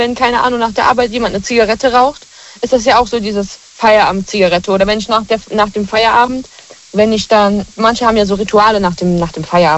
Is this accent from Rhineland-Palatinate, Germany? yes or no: yes; Montabaur, Rhineland-Palatinate, Germany; Montabaur.